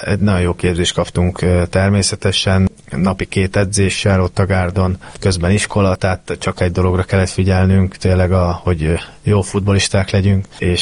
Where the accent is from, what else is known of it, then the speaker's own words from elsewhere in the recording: Győr, Győr-Moson-Sopron, Hungary; Igazából én lakótelepen nőttem fel Győrben, Marcalvárosban, úgyhogy nem egy ilyen dúsgazdag környék, mondhatjuk